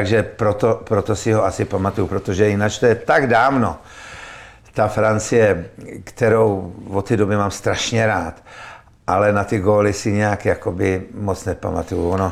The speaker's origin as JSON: {"language": "Czech", "region": "East Bohemia", "country": "Czechia", "moved": "yes", "lives_now": "Prague, Czech Republic", "said": "já jsem východních Čech, bych se tam nikdy nevrátil, nechci říct, že jsem Pražák, ale v Praze si myslím, v Praze v Chabrech, myslím, že už dožiju."}